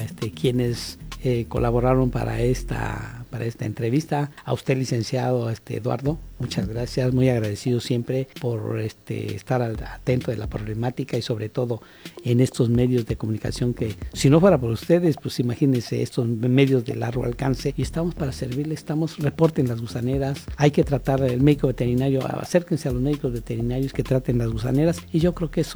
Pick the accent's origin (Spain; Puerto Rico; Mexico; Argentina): Mexico; somos mexicanos